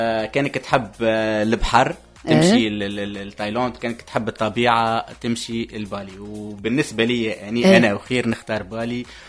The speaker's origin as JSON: {"language": "Arabic", "country": "Tunisia"}